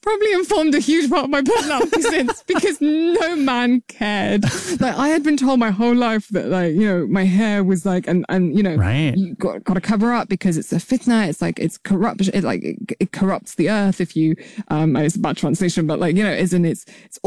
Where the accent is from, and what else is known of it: United Kingdom